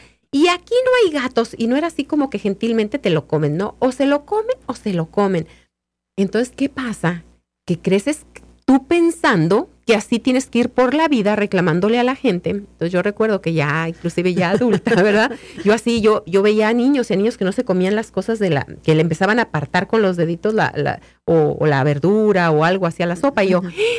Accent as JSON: {"language": "Spanish", "country": "Mexico", "moved": "yes", "said": "vas allá y dices, bueno, somos todos mexicanos"}